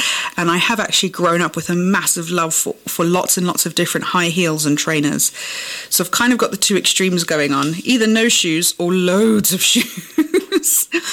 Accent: Ceres, Western Cape, South Africa; born there; So we went to a school in Ceres, which was the nearest big town to our farm. And it was completely Afrikaans rather than mixed.

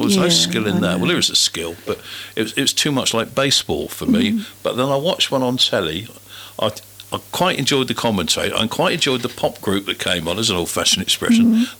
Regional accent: Portsmouth, South East England, United Kingdom; I'm from Portsmouth.

